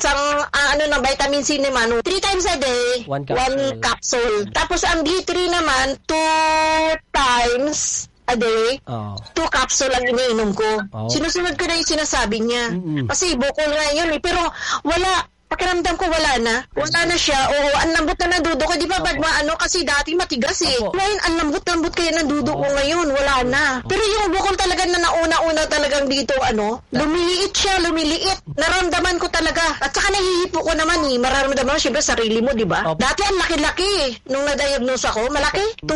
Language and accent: Tagalog; Bacoor, Cavite, Philippines; now in Hong Kong; Taga Molino Bacoor ako. Tapos, nandito ko ngayon sa, ano, sa Hong Kong. DH ako dito.